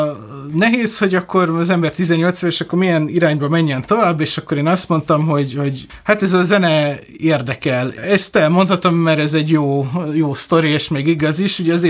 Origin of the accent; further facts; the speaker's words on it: Pécs, Baranya, Hungary; moved away; én Pécsről jövök, ott jártam az ottani zeneiskolába, illetve még a középiskolát, Konzit, illetve a gimnáziumot is ott végeztem.